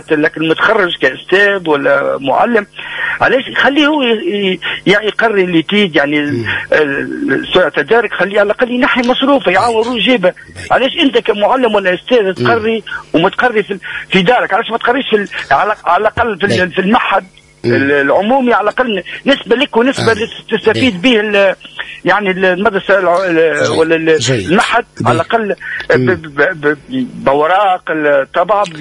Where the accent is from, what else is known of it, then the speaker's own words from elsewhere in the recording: Zarzis, Medenine, Tunisia; يعني انا اولاد الجنوب الشرقي انت جرزيز